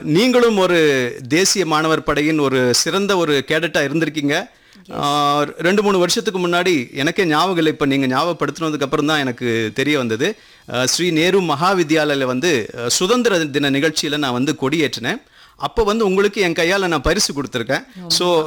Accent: Coimbatore, Tamil Nadu, India; நான் கோவையைச் சேர்ந்தவன் தான். பள்ளி படிப்பை வந்து நான் கோவை தூய மைக்கேல் மேல்நிலை பள்ளியில் முடித்தேன்.

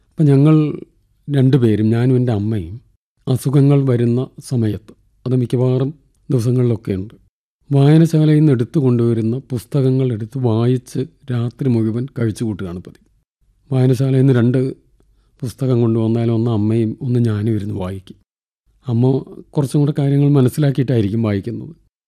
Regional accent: Eyyal, Kerala, India; ഞാൻ 61 ജനിച്ചത്. തൃശ്ശൂർ ജില്ലയിൽ കുന്നംകുളത്തിനടുത്ത് എയ്യാൽ എന്ന് പറയുന്നൊരു ചെറിയ ഗ്രാമത്തിൽ. ഇന്നത്തെ സൗകര്യങ്ങളൊന്നും ഇല്ലാത്തൊരു കാലമാണ്. എൻ്റെ ഗ്രാമം വൈദ്യുതി ഇല്ലാത്ത സ്ഥലമാണ്.

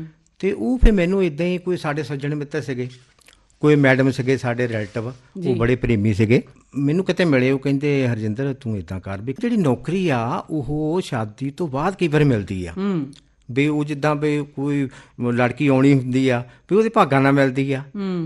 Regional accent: Muzaffarpur, Punjab, India; ਮੇਰਾ ਬਚਪਨ ਮੈਡਮ ਜੀ, ਸਾਡਾ ਪਿੰਡ ਇੱਕ ਛੋਟਾ ਜਿਹਾ ਪਿੰਡ ਆ ਮੁਜ਼ੱਫਰਪੁਰ।

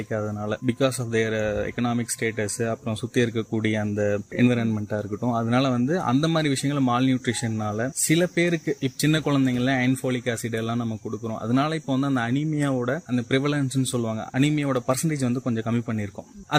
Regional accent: Tiruchirappalli, Tamil Nadu, India; moved away as an adult; also born or lived in Coimbatore; now in Kodaikanal, India; எனக்கு சொந்த ஊர் பாத்தீங்கன்னா திருச்சி.

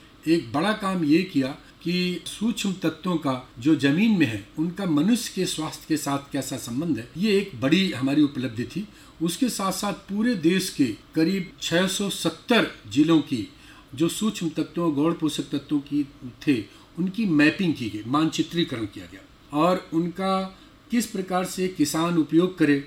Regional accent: Bedipur, Uttar Pradesh, India; born there; मैं एक ग्रामीण पृष्ठभूमि से आता हूँ। हमारा जन्म कानपुर के एक गांव बेदीपुर में हुआ और हमारे पिताजी किसान थे

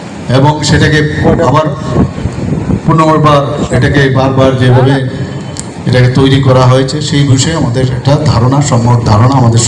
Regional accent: Tripura, India; আমরা ত্রিপুরার মানুষ এমনি অত্যন্ত আমরা জানি যে ধর্মপ্রাণ মানুষ

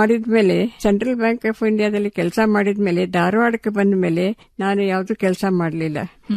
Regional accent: Bengaluru, Karnataka, India; moved away as an adult; now in Dharwad, India; ನಾನು ಬೆಂಗಳೂರಿಂದ, national college ಬೆಂಗಳೂರಲ್ಲಿ, ಅಲ್ಲಿ ಬಿಎಸ್ಸಿ ಮಾಡಿದೆ.

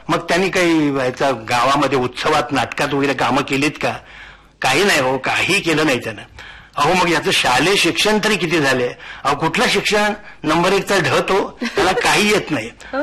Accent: Vadodara, Gujarat, India; born there; माझा जन्म नाटक कंपनीच्या परिसरातच झाला. आमच्या वडिलांची रंगदेवता नाट्य मंदिर या नावाची एक नाट्य संस्था होती. ती गुजरातमध्ये बडोदा शहरात दौऱ्यासाठी गेली होती. तिथं माझा जन्म झाला. तेव्हा गुजरात हे मी माझी जन्मभूमी समजतो.

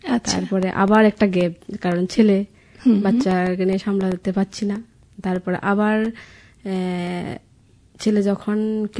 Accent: Tripura, India; born there; now in Rajnagar, Belonia, India; বাবার বাড়ি নিহাননগর।

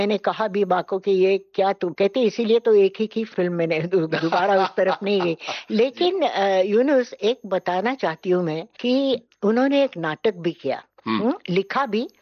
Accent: Pune, Maharashtra, India; also born or lived in Lucknow; हाँ, पुणे आ गई और नाना के पास, मतलब अपने पिता के पास, मेरे नाना अप्पा हम कहते थे। और तब से मैं उनकी छत्र छाया में पली बड़ी

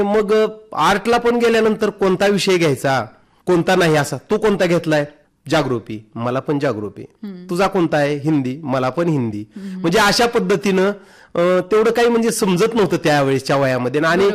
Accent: Chorakhali, Maharashtra, India; also born or lived in Yedshi; चोराखळी या ठिकाणी माझं शिक्षण झालं.

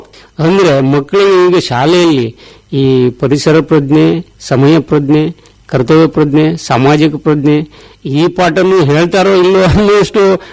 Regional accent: Siddapur, Karnataka, India

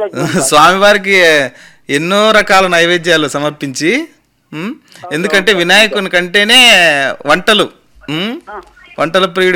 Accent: Chennampalli, Andhra Pradesh, India; మా స్వగ్రామం ఇక్కడే అండి, పక్కనే చెన్నంపల్లి గ్రామం, అది అనంతపురం దగ్గర ఉంటుంది.

